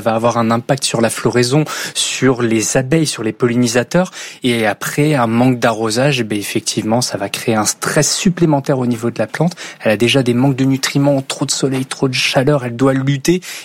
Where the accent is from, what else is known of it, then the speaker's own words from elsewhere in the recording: Normandy, France; moi, je suis normand